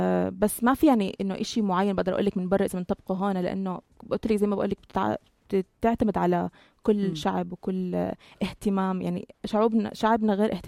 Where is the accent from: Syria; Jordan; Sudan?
Jordan; إحنا كأردنيين